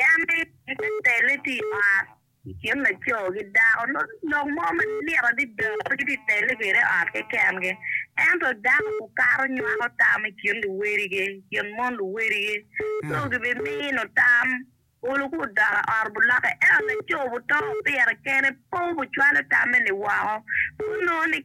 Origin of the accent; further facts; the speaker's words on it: Ukraine; I'm from Ukraine, not in Long Bay.